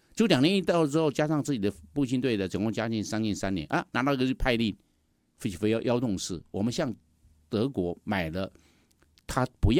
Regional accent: Tainan, Taiwan; 我第一志愿填台南机场，因为我台南人啊，我当然填台南，离家近，

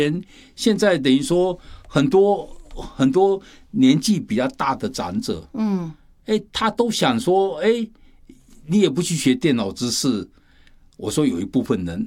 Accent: China; 我们中国人讲的是事倍功半

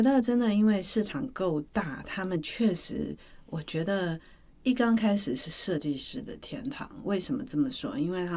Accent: Taiwan; 我们台湾这边

